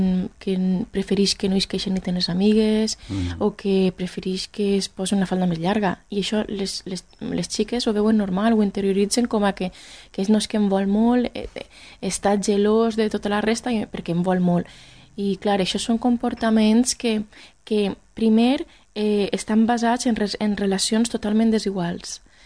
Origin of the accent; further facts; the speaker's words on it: Valencian Community, Spain; accent: Valencian; first language Valencian; Jo parlo valencià en Londres perquè m'he trobat a valencià. Això vol dir que la meva llengua no aprofita?